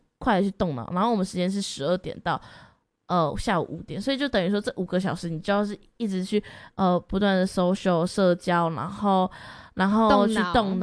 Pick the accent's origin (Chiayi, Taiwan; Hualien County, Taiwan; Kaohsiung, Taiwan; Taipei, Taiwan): Kaohsiung, Taiwan; moved away; 回到我的家乡高雄，